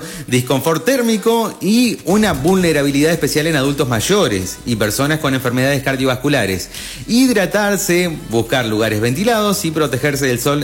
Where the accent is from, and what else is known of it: Argentina